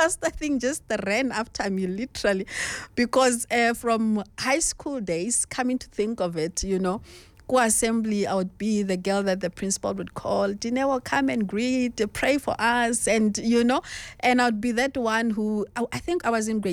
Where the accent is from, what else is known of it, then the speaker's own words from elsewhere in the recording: Kimberley, Northern Cape, South Africa; also born or lived in Pampierstad; I was born in Pampierstad. And then when my mom died, I went to Kimberley. Then I stayed with my dad and my stepmother.